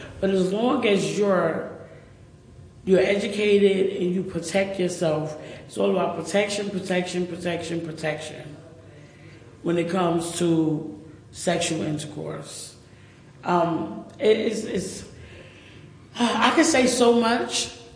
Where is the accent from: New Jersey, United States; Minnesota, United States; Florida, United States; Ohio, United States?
New Jersey, United States; Jersey City; moved away as an adult; now in Atlanta, United States; It was nice growing up in Jersey City.